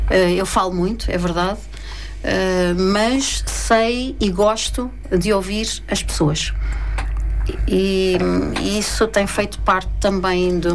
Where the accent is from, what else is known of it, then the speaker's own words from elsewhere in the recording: Queluz, Lisbon, Portugal; moved away as an adult; now in Mafra, Portugal; Eu cresci no Monte Abrão, portanto, num sítio dormitório, onde durante o dia as pessoas iam para Lisboa ou para as cidades trabalhar e, portanto, dormiam.